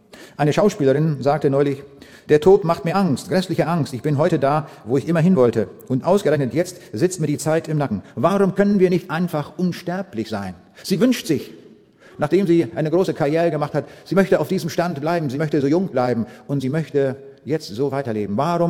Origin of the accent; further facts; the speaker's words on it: Braunschweig, Lower Saxony, Germany; Lengede liegt ganz in der Nähe von Braunschweig, wo ich herkomme.